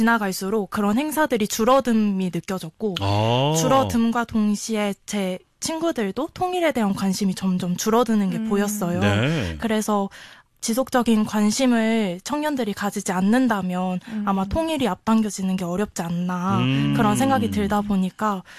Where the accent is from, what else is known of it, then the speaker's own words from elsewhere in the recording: Goseong, Gangwon, South Korea; 네, 저는 강원도 중에서도 고성에서 왔는데요.